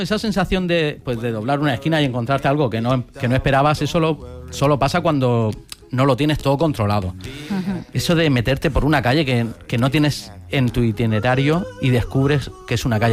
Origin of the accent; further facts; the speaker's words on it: Orihuela, Valencian Community, Spain; Veniros a mi pueblo, Orihuela. Ahí te digo yo que no pasarás por ningún síndrome raro.